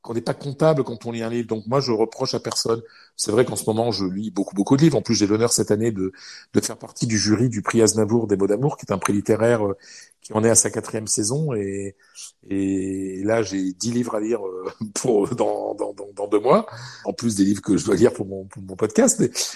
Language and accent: French; Hauts-de-France, France; moved away as an adult; also born or lived in Madrid, Spain; Je viens d'une famille modeste, d'un petit village du Pas-de-Calais. J'ai été élevé à la ferme. Voilà, mes grands-parents étaient agriculteurs, hein, petits agriculteurs, hein, toute petite ferme, 5 hectares, 4 vaches